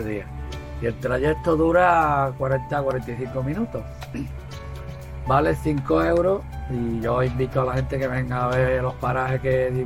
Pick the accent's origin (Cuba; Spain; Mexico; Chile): Spain; Huelva, Andalusia